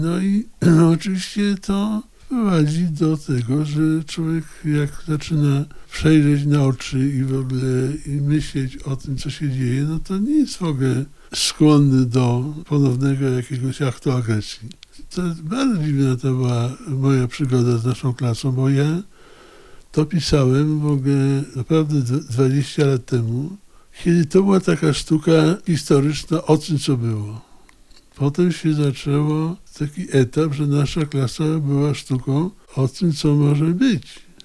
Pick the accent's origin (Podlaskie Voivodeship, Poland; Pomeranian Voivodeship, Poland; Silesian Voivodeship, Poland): Podlaskie Voivodeship, Poland; Białystok; ja się wychowałem w cieniu bardzo dobrego teatru lalkowego w Białymstoku.